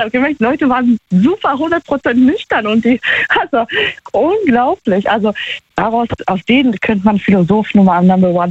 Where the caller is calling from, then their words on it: Trier, Rhineland-Palatinate, Germany; Hier, Trier.